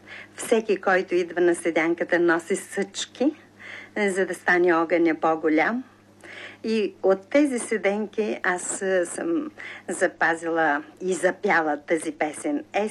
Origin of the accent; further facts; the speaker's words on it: Koriten, Dobrich Province, Bulgaria; После дядо Иван и баба Иваница, писаревите от моето родно село, също много песни са ми казали, все хубави. Така че моите песни са коритенски, доброжански.